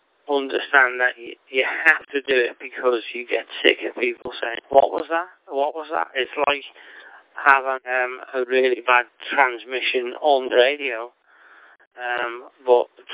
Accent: Liverpool, North West England, United Kingdom; moved away as an adult; I'm from Liverpool originally

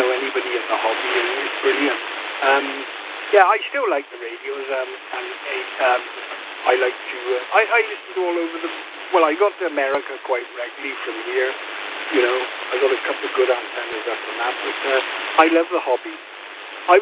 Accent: Wales, United Kingdom; I'm from South Wales.

